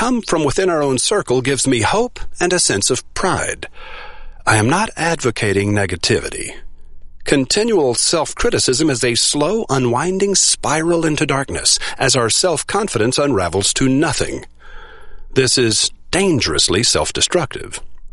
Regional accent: Oklahoma, United States; also born or lived in Texas; I was born in Texas and raised with rough boys in Oklahoma

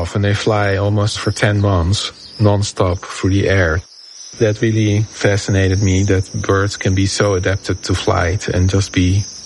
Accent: Haarlem, North Holland, Netherlands; moved away; I grew up in the Netherlands, close to the sea in the city of Haarlem.

